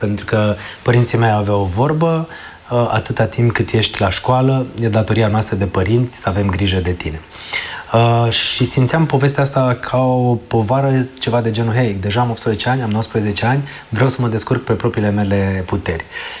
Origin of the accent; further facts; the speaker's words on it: Oltenia, Romania; Și am zis, normal, suntem olteni, am venit să facem treabă.